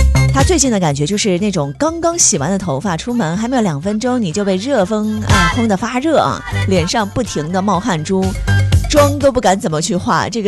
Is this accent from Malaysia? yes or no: no; Guiyang, Guizhou, China; now in Haikou, China; 因为我们老家是贵阳，还是属于比较凉爽的凉都嘛